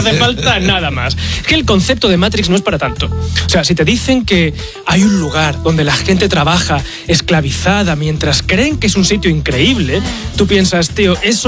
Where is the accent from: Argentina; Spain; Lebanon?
Spain; Seville, Andalusia; Yo de pequeño en Sevilla pensaba que podía ser Neo y cambiar las cosas